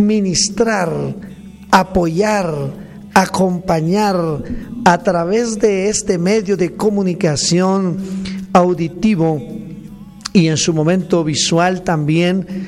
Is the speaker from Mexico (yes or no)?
no; Aguacatán, Huehuetenango, Guatemala; yo soy originario de Aguacatán